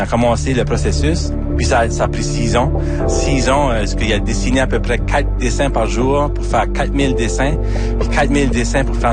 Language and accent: French; Acadia, Canada; je viens de l'Acadie comme ton premier album.